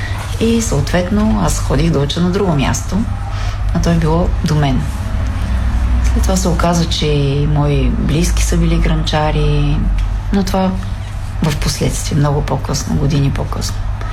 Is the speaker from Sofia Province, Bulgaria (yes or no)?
yes; Elin Pelin, Sofia Province, Bulgaria; аз съм от Елинпелин и известно време работих и в завод Изида като редач на сурова продукция